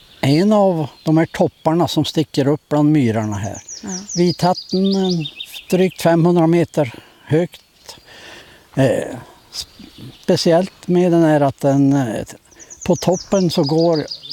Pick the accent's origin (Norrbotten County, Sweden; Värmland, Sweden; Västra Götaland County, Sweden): Norrbotten County, Sweden; Jag är uppvuxen i Norrbotten.